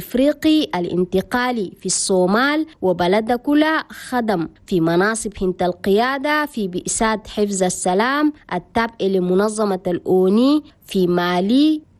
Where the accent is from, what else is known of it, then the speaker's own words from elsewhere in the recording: Chad; اللي بتخص الرفيجي القاعدين داخل البلد، وبلدنا تشاد اتحملت الوضع هنا الرفيجي.